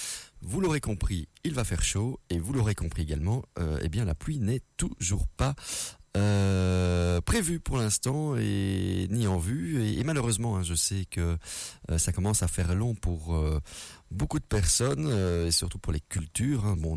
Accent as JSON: {"language": "French", "town": "Brussels", "region": "Brussels-Capital Region", "country": "Belgium", "moved": "as an adult", "lives_now": "Luxembourg Province, Belgium", "said": "maintenant, j'y habite, donc c'est aussi la mienne, même si je suis bruxellois et je suis de la province du Luxembourg que depuis un an maintenant."}